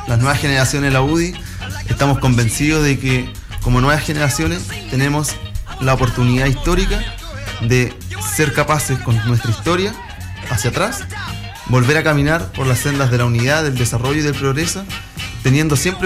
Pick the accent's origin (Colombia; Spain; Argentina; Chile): Chile; como chilenos nos unimos